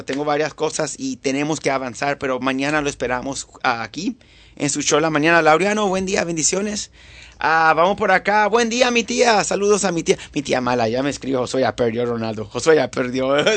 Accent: Venezuela; moved away

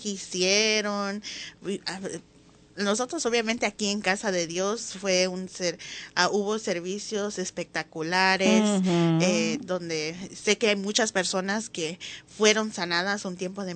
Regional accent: Florida, United States; now in Tennessee, United States; yo nací y crecí en Florida

